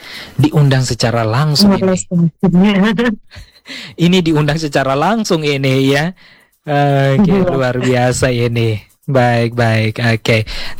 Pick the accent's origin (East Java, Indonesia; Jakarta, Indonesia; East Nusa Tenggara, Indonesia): East Nusa Tenggara, Indonesia; identitas dan kebanggaan Kotong sebagai orang Timor yang ada di Nusa Tenggara Timur